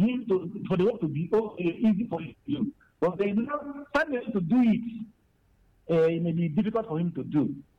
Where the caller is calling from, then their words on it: Nigeria; I'm calling you from Gulf Estate.